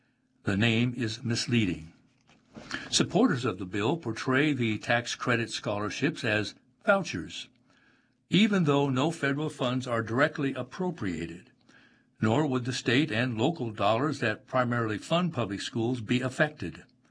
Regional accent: Michigan, United States; Take my home state of Michigan.

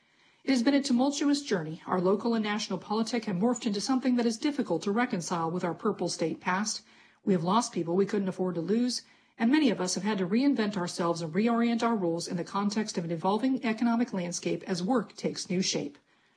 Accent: Iowa, United States; I grew up in Johnson and Dubuque counties, rushed to class across the Pentacrest, built a career in Cedar Rapids.

